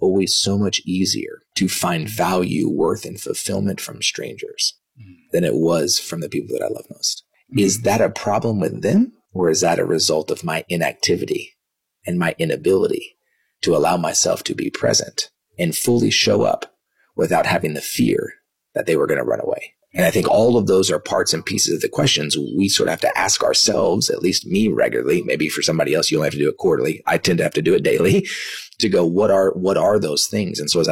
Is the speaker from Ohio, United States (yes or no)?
no; Dallas, Texas, United States; born or raised there; also born or lived in Kansas